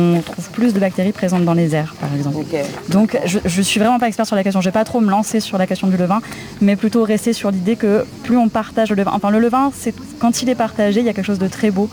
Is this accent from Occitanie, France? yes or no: no; Paris, Île-de-France, France; Je suis parisienne. Je serai toujours parisienne.